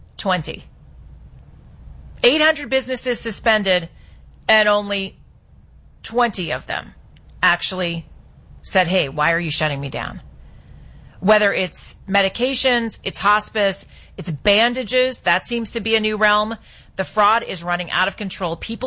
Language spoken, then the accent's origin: English; Los Angeles, California, United States; Here in Los Angeles, my hometown